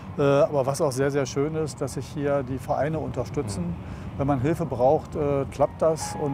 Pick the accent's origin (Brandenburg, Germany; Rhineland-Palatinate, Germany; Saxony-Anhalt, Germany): Saxony-Anhalt, Germany; Kalbe; Ja, ich sage einfach, das ist meine Heimatstadt. Ich bin hier geboren, groß geworden. Das ist die ganze Gegend. Das ist natürlich also auch die Einwohner von Kalbe.